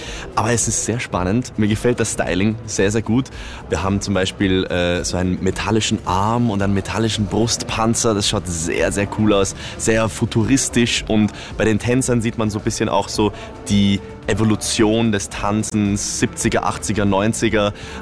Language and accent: German; Austria; Zu wissen, dass ich das in meinem Heimatland mache, das ist echt ein echt schönes Gefühl.